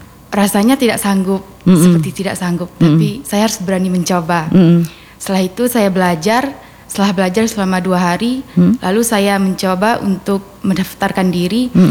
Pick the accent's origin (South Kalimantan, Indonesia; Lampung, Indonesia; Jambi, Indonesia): Jambi, Indonesia; Kumun Debai district; Asal saya dari Desa Debai, Kecamatan Kumun Debai.